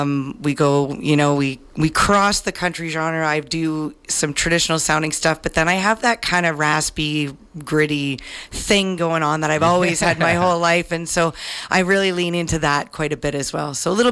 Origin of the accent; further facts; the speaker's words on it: Milverton, Ontario, Canada; moved away as an adult; also born or lived in Stratford; now in Harrington, Canada; I'm from Milverton. My husband and I lived in Stratford for a little while, moved out to Harrington, but Milverton is my home.